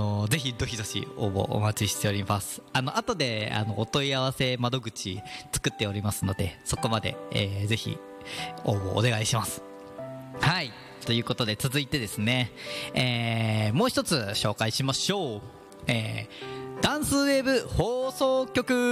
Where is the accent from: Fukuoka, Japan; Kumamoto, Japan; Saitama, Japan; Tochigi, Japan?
Saitama, Japan; Gyoda; 自分の生まれ育った行田とか